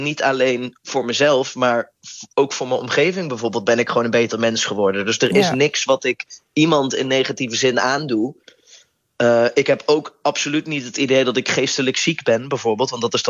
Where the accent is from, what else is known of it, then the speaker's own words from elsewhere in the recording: North Brabant, Netherlands; Ik kom uit Brabant en ik vind bijvoorbeeld ook carnaval echt verschrikkelijk.